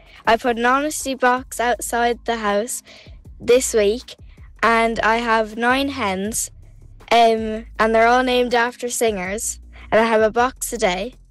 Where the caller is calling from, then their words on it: Roscommon, Connacht, Ireland; I'm 11 years old and I'm from Roscommon.